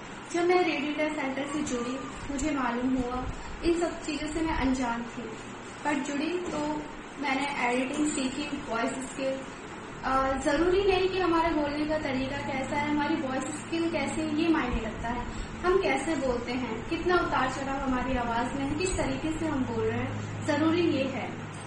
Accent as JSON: {"language": "Hindi", "region": "Delhi", "country": "India", "said": "नमस्कार दोस्तों … और मैं दिल्ली से हूँ।"}